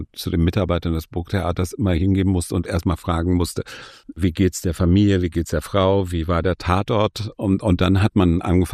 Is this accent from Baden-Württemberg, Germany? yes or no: no; Berlin, Germany; Also ich bin Westberliner, bin an der Sonnenallee aufgewachsen